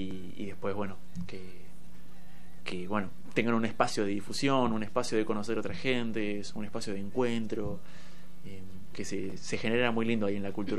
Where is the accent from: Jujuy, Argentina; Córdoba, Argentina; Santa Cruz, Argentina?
Santa Cruz, Argentina; Río Gallegos; born there; also born or lived in San Luis, Argentina; now in La Plata, Argentina; yo soy de Santa Cruz, nacido en Río Gallegos. Después pasé un tiempo en San Luis, lo que me hace estar medio dividido en mis raíces, ¿no? Después de San Luis me vine para acá a estudiar, sí, vine a estudiar música.